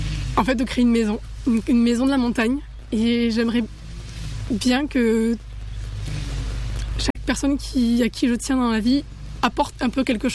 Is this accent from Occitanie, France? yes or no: yes; Luz-Saint-Sauveur, Occitanie, France; now in Beaucens, France; C'est là où j'ai grandi, c'est là où je suis née, c'est là où j'ai mes copains d'enfance, c'est là où j'ai envie de finir ma vie, me poser